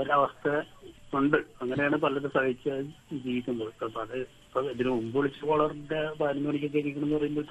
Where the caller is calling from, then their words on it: Eloor, Kerala, India; ഞാൻ ഏലൂരിൽ നിന്നാണ്.